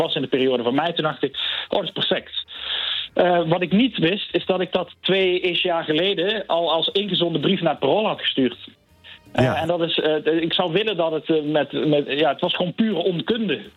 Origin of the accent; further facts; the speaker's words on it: Venray, Limburg, Netherlands; now in Rotterdam, Netherlands; in het mooie pittoreske Limburgse dorpje waar ik ben opgegroeid.